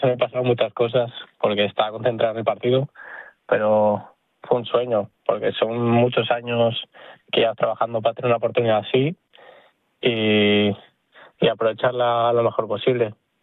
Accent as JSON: {"language": "Spanish", "town": "Gijón", "region": "Asturias", "country": "Spain", "said": "Llevaba ya 11 años ahí y soy de Gijón, cuesta, pero yo creo que ya era necesario para crecer y para mejorar."}